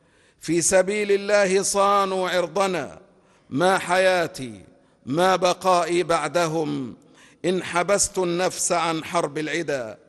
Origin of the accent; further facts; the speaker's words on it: Egypt; بلدنا مصر